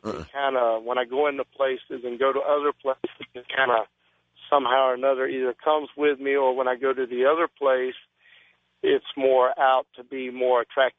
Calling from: North Carolina, United States; I'm calling from North Carolina.

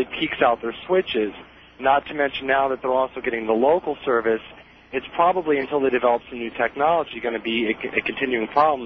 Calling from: Wichita, Kansas, United States; I'm calling from Wichita

